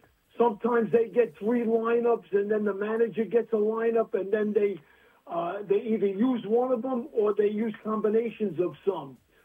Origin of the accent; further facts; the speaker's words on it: New York City, New York, United States; also born or lived in Middle Village, Queens; I was from Brooklyn, but I lived in Middle Village, which is right next door.